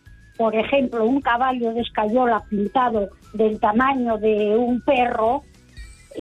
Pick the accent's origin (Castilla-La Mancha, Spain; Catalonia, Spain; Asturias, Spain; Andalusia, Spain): Asturias, Spain; Yo soy asturiana, ¿eh?